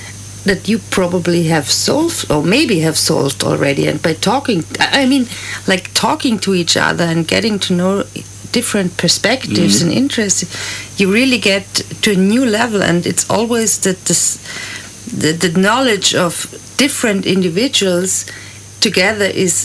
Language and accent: English; Salzburg, Austria; English is a second language; Yes, that's my hometown.